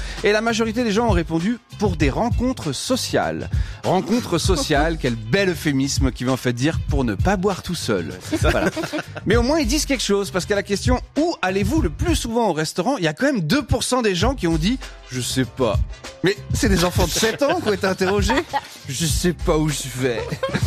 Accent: France; parce que je suis français d'origine et parce que j'ai compris que pour avoir du plaisir à bientôt 40 ans

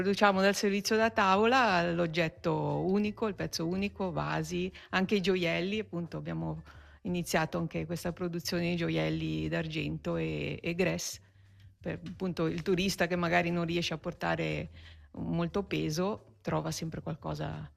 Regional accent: Gandria, Ticino, Switzerland; io sono nata a Gandria.

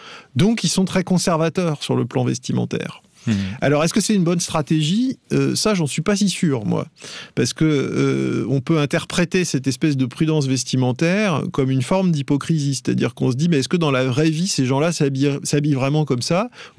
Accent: France; chez nous, en France

